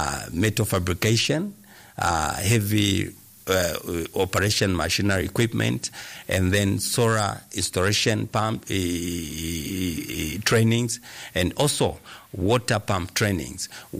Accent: Lusaka, Lusaka Province, Zambia; I was born in Ngombe, schooled in Ngombe, grew up in Ngombe.

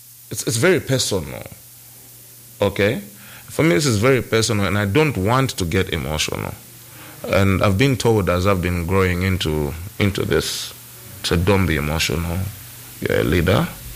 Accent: Lusaka, Lusaka Province, Zambia; I come from Lusaka Central. My roads are getting worse, if not worse.

